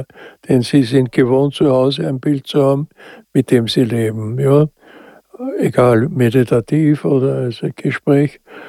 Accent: Austria; Also, das ist mein Heimatland und ich bin natürlich Mitteleuropäer, das ist klar.

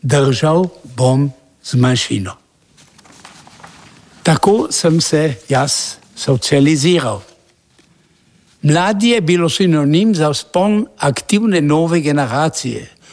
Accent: Škocjan, Carinthia, Austria; born there; accent: Rož dialect; also born or lived in Klagenfurt, Austria / Šmarjeta v Rožu, Austria; naša družina, mama s tremi otroki, smo pribežali iz bombardiranega Celovca v Šmarjetovo rožo na mamin dom. Tam sem se naučil slovenske rožanščine, čeprav me kot meščana tudi tam so skušali nekateri nagovarati po nemško, ker sem bil pač iz mesta. Leta 50 moja preselitev v Škocjan

